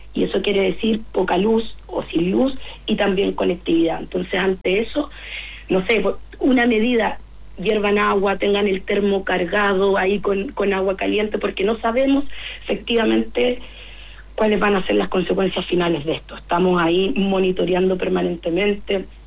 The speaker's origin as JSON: {"language": "Spanish", "region": "Ñuble", "country": "Chile", "said": "Yo también soy de Ñuble"}